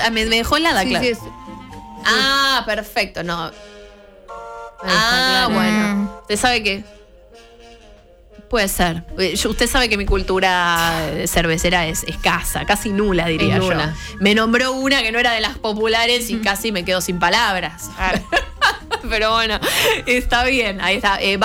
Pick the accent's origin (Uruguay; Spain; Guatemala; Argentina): Argentina; acá somos todos argentinos, en esta mesa